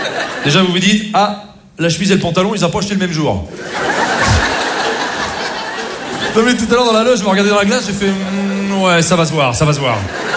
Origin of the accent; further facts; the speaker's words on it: Rouen, Normandy, France; moi, je suis pas du tout de Paris, je suis pas du tout de Marseille, bien sûr, moi, je suis de Rouen, je sais pas si vous connaissez Rouen.